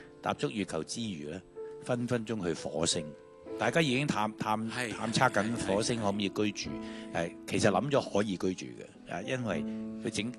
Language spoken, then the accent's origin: Cantonese; Hong Kong; 我哋香港都系即系中国好重要的部分嚟噶嘛，系咪啊？咁啊，即系将我哋香港嘅情怀，同埋我哋香港人嘅即系好多嘅宝贵嘅东西啦